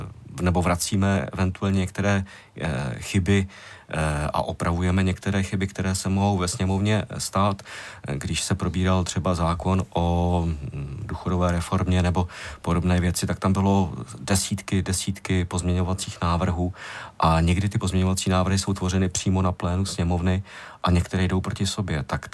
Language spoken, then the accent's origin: Czech; Vysočina Region, Czechia; já jsem hrdý z Vysočiny, takže já to teď zmiňuji takhle široce